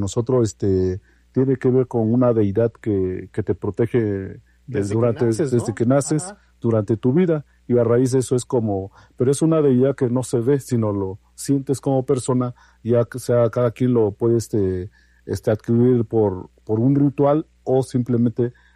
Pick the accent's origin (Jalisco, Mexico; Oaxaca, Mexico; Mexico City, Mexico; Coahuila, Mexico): Oaxaca, Mexico; first language Mazatec; Antes que nada, pues un saludo en mi lengua materna, que es la lengua mazateca del estado de Oaxaca, principalmente en la Sierra Mazateca.